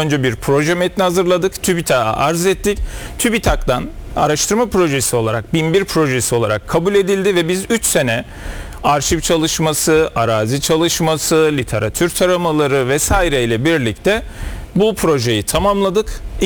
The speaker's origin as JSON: {"language": "Turkish", "region": "Antalya", "country": "Turkey", "tie": "born there", "moved": "as an adult", "lives_now": "Çankırı, Turkey", "said": "Ben Anadolu'nun güneyinde, Akdeniz'de, Antalya'da dünyaya geldim. Ama iş hayatı, araştırma görevliliği süreci beni Anadolu'nun nispeten kuzeyine, Çankırı'ya attı."}